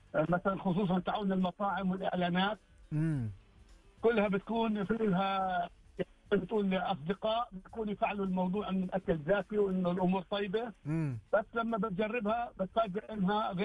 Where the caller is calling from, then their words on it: Riyadh, Riyadh Province, Saudi Arabia; من الرياض.